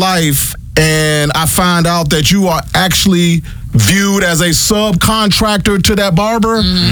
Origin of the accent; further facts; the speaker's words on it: Chicago, Illinois, United States; But we're both from Chicago.